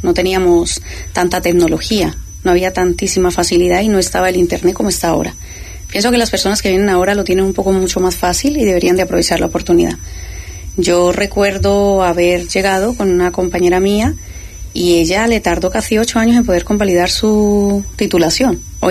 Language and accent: Spanish; Colombia; now in Ceuta, Spain; la gente me pregunta, ¿pero tú de dónde eres? Ah, pues de Colombia, pero llevas muy poco tiempo aquí. Y cuando tú les dices, no, es que llevo 24 años aquí